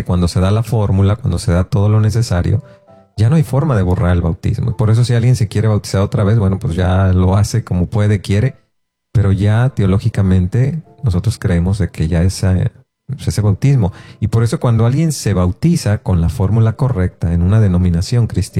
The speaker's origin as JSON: {"language": "Spanish", "country": "Mexico", "said": "Porque sobre todo hablo de la cultura mexicana, ¿verdad? No solo porque somos mexicanos"}